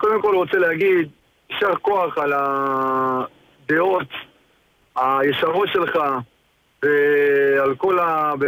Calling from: Bnei Brak, Tel Aviv District, Israel; אם זה בעיר שלי, אני מבני ברק, אני חדש כמובן פה, אבל אני לא חדש במערכת החרדית.

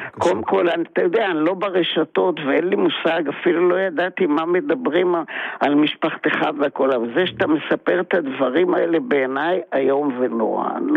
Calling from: Tel Aviv, Tel Aviv District, Israel; מתל אביב.

